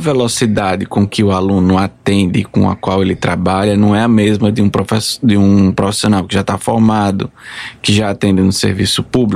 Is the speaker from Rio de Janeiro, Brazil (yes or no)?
no; Alagoas, Brazil; Sou alagoano.